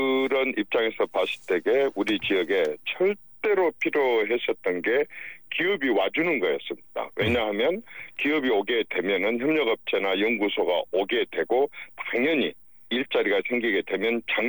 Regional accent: Honam, South Korea; 호남 출신 정치인으로 사고 싶은 얘기가 있습니다.

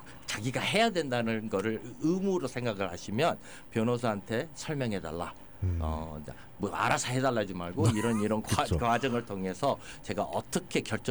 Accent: South Korea; now in United States; 우리 한국 문화가 그 유교 정신이라서

